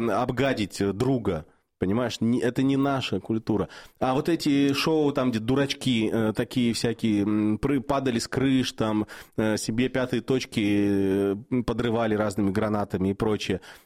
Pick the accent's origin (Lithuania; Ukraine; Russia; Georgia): Russia; Izhevsk, Udmurtia; а я сижу это из Ижевска смотрю